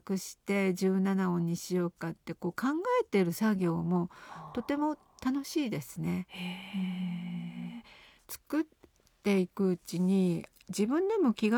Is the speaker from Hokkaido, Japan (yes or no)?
yes; Sapporo, Hokkaido, Japan; now in Tokyo, Japan; あの私があの札幌出身っていうところで